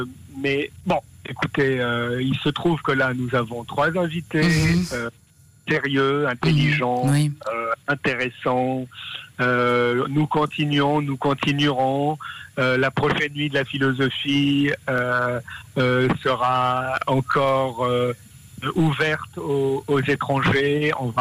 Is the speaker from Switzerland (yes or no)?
no; Israel; now in France; moi, encore une fois, je suis israélien, je vis en France aujourd'hui. Je suis profondément attaché à Israël.